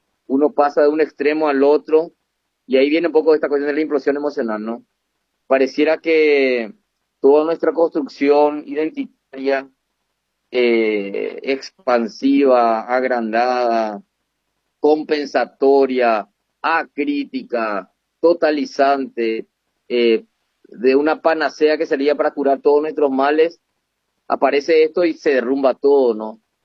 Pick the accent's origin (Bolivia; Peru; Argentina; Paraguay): Paraguay